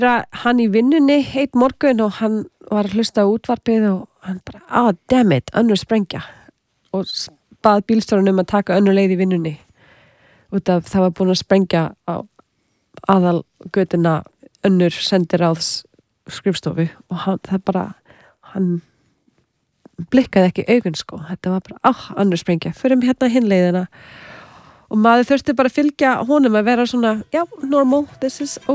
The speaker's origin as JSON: {"language": "Icelandic", "country": "Canada", "tie": "born or raised there", "said": "ég ólst upp í Kanada með hálf indverskri móður frá Suður Ameríku. Svo ég var þegar alþjóðlegt barn og með nokkuð tungumál sem ég gat notað."}